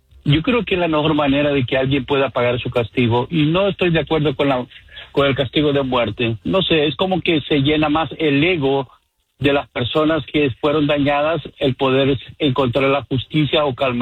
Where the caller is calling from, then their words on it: New Jersey, United States; Ya aquí desde Nueva Jersey saludándote.